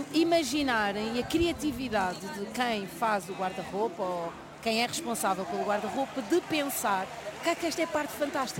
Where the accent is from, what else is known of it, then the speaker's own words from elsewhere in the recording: Lisbon, Portugal; also born or lived in São Tomé and Príncipe; eu nasci em Santo Tomé e Príncipe, mas os meus pais vieram para Portugal. Eu tinha 4 anos e escolheram morar ali ao pé do Martinho Niz, eu nunca sei se é no Socorro ou em Socorro.